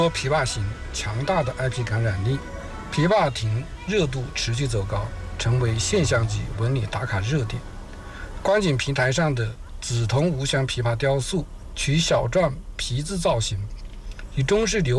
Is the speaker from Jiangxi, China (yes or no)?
yes; Jiujiang, Jiangxi, China; 作为土生土长的江边人，